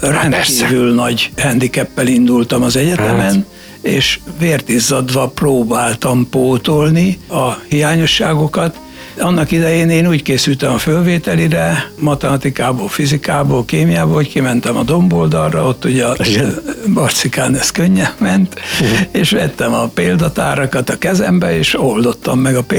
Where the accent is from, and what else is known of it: Törtel, Pest, Hungary